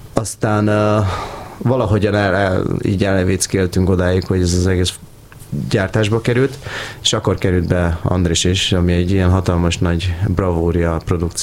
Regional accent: Hungary; Híres kínai származású magyar gyerek vagyok

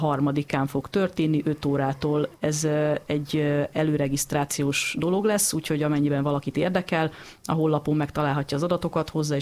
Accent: Kecskemét, Bács-Kiskun, Hungary; én Kecskeméten nőttem fel, úgyhogy a szívem csücske.

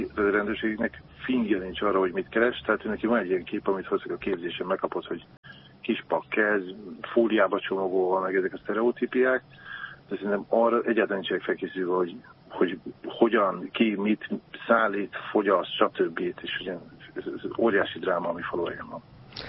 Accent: Nagytétény, Budapest, Hungary; Aztán mégiscsak én is egyébként nagy tétényi gyerek vagyok, látom, hogy ez 40 év alatt nem feltétlenül, ez például biztos, hogy nem jó az irányba haladt Budapesten.

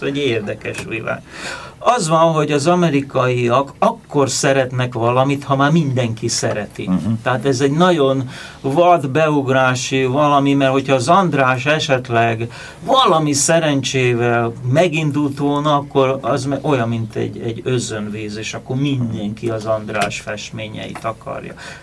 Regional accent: Hungary; moved away; azt sem mondom, hogy amerikai vagyok, ha bár már többet éltem kint, mint idehaza.

